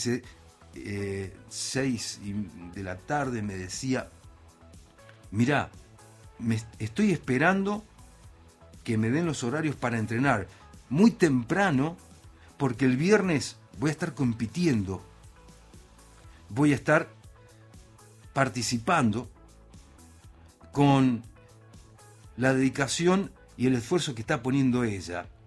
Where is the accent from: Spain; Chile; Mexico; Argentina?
Argentina; Huinganco, Neuquén; Crecí en Huinganco, un pueblito en el que el asfalto no existía.